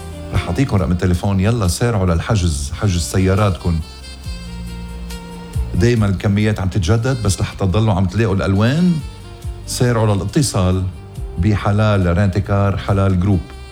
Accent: Lebanon; واجب علينا كلبنانية

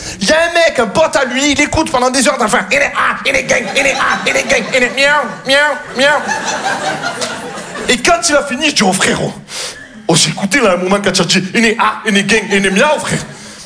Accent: Marseille, Provence-Alpes-Côte d'Azur, France

